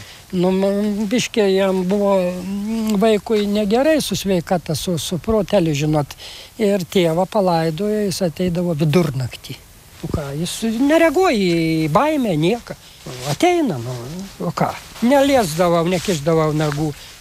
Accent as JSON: {"language": "Lithuanian", "area": "edge of Kelmė district", "region": "Šiauliai County", "country": "Lithuania", "tie": "born or raised there", "lives_now": "Šaukėnai, Lithuania", "said": "augau mamos Aušvijoje."}